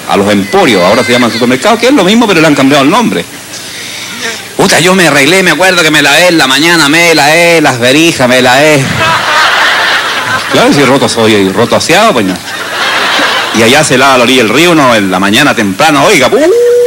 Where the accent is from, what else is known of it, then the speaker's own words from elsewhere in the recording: Chile; La guaracha, amigos, aunque no siendo chilena, llegó con las vitrolas a Chile y en mi tierra la cantábamos así.